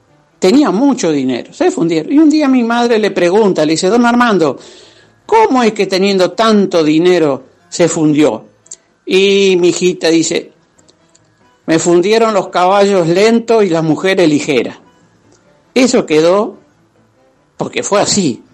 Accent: northern Santa Fe province, Santa Fe, Argentina; now in Santo Tomé, Argentina; de Santo Tomé. Mi terminación es 968. Hablando de las carreras de caballo, donde yo nací y en la zona norte de la provincia

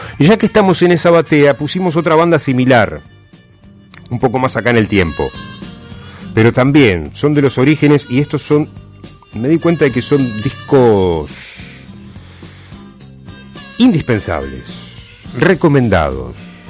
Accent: Argentina; porque somos argentinos

